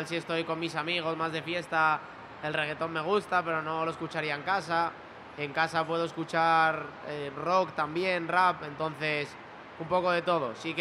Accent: Muros de Nalón, Asturias, Spain; 16. Yo soy de Muros de Nalón, que es un pueblo aquí en Asturias

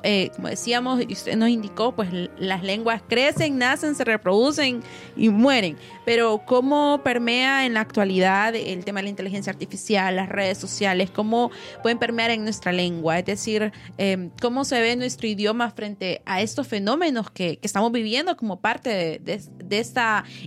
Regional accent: Honduras; accent: Honduran Spanish; como español de Honduras no tenemos marca.

